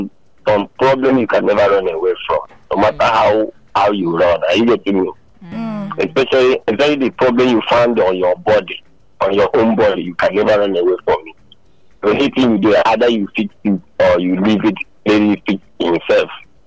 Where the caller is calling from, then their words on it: Ikeja, Lagos, Nigeria; I'm calling from Ikeja.